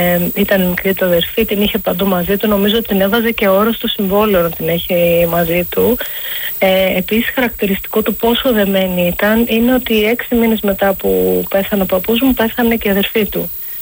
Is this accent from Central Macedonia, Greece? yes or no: no; Athens, Attica, Greece; η οικογένειά μου ήταν... αστικοί, είμαστε Αθηναίοι, ενώ υπάρχουν έτσι, έχουν γεννηθεί στην Κωνσταντινούπολη, στη Σμύρνη, έχουμε από Οδυσσό, από Ρέθυμνο, αλλά οικογένεια, μεγαλώσαμε στην Αθήνα όλοι.